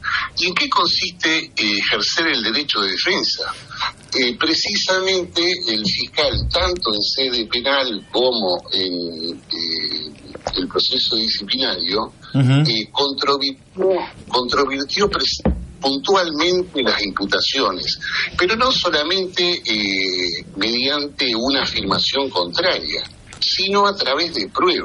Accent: Santa Fe, Argentina; moved away as an adult; now in Rosario, Argentina; yo soy de la zona.

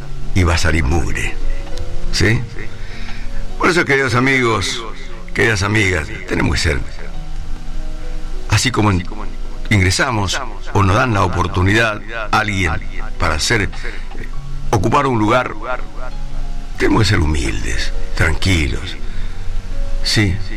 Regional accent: Estanislao del Campo, Formosa, Argentina; born there; llegamos más precisamente a mi pueblo querido, Estanislao del Campo.

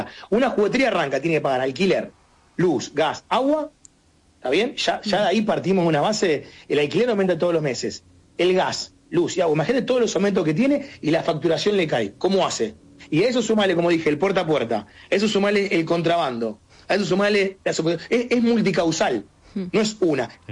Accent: Argentina; Argentina es un país atípico, como somos todos los argentinos

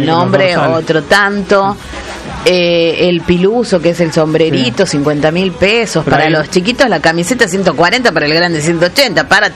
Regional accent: Argentina; Yo creo como que los argentinos somos más sensibles

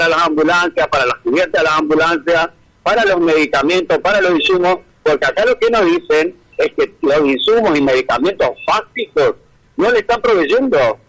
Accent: Chaco, Argentina; tenemos la aspiración de que algún día nuestra provincia deje de ser pobre y que sea una provincia de oportunidades

